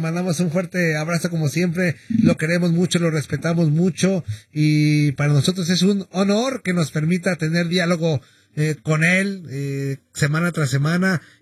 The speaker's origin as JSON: {"language": "Spanish", "town": "Guadalajara", "region": "Jalisco", "country": "Mexico", "said": "Porque para los que somos tapatíos, a mí sí me emociona el tema de las fiestas de octubre, sí."}